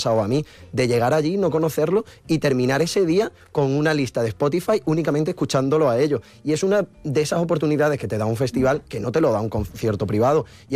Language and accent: Spanish; Málaga, Andalusia, Spain; Yo normalmente los que acudo son los más cercanos a mi ciudad. Yo soy de Málaga